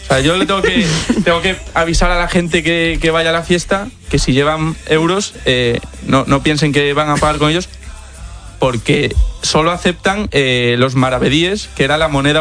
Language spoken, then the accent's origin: Spanish; Ourense, Galicia, Spain; Rivadavia está, bueno, a unos 20 minutos de mi pueblo